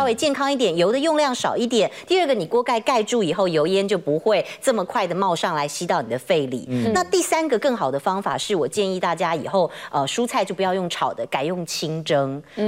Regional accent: Taiwan; 我们台湾人

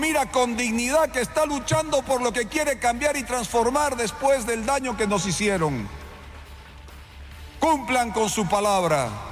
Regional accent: Bolivia; desde la humildad de ser un boliviano más

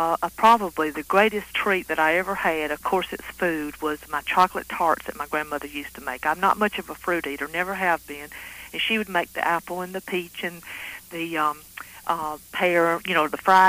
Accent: Alabama, United States; And I'm from South Alabama.

